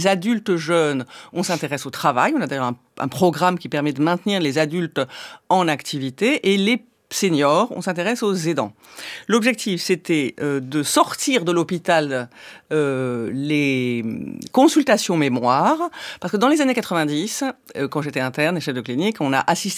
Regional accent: Algeria; Alors, j'ai grandi en Algérie, effectivement, après l'indépendance de l'Algérie, dans une période intermédiaire. J'y suis arrivée à l'âge de 3 ans.

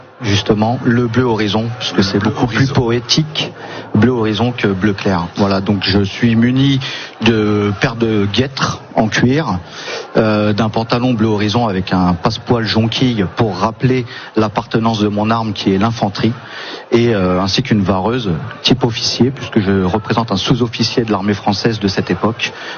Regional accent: Mourmelon-le-Grand, Grand Est, France; Donc on vient de Mourmelon-le-Grand dans la Marne

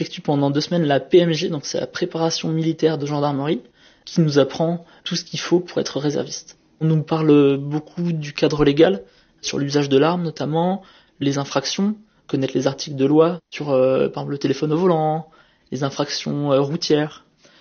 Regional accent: Hyères, Provence-Alpes-Côte d'Azur, France; J'ai grandi à Hyères, dans le Var.

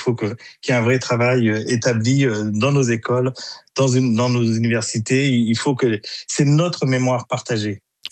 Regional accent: Île-de-France, France; born there; Moi, je suis né ici, je suis un banlieusard, je suis né en Essonne.

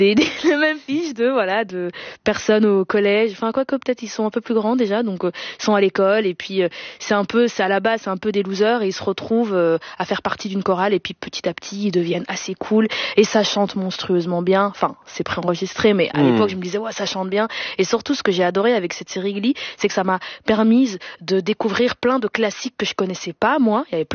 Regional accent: Flanders, Belgium; Moi, j'ai grandi en Flandre, donc j'ai participé à la version francophone.

